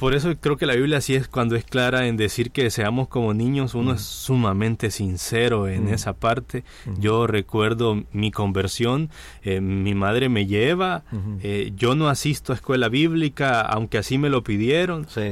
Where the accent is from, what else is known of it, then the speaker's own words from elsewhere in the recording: San Salvador, El Salvador; also born or lived in Usulután; Nací en el oriente de nuestro país, El Salvador. Nací en Usulután.